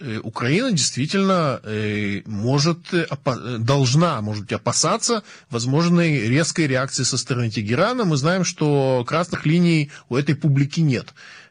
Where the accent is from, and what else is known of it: Israel